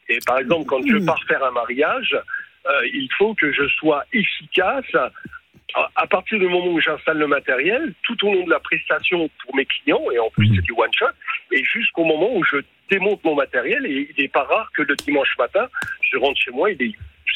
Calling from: Troyes, Grand Est, France; Alors, moi, je suis à Troyes. Je suis à Troyes.

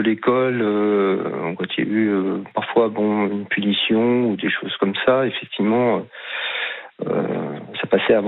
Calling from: Cherbourg, Normandy, France; Alors, je suis de Normandie, exactement à Cherbourg.

